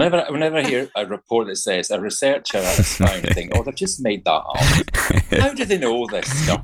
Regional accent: Scotland, United Kingdom; now in Manchester, United Kingdom; Scotland, right up the north for me.

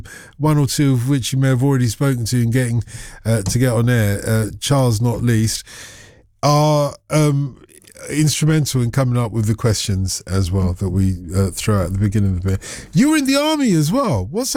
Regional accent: United Kingdom; I like, you know, we're British, so we deflect away from all the praise.

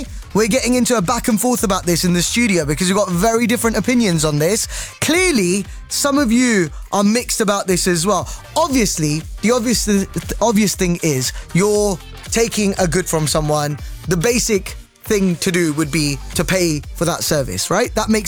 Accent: London, United Kingdom; now in Birmingham, United Kingdom; Like, I haven't seen many around Birmingham. I'm from London originally. I haven't seen many around London either.

